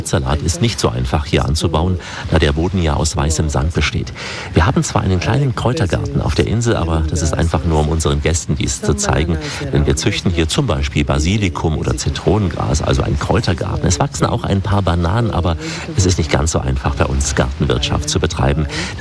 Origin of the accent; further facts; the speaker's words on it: East India, India; German is a second language; Ich esse am liebsten Fisch, gebraten, denn ich stamme ja aus dem Osten Indiens und da haben wir auch viel Fisch.